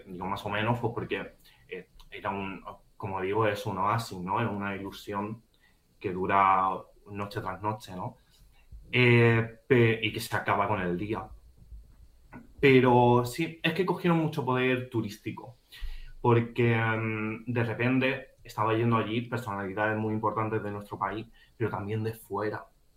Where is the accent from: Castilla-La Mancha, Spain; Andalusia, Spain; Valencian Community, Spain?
Andalusia, Spain; ¿cómo yo, que soy andaluz, que soy del colectivo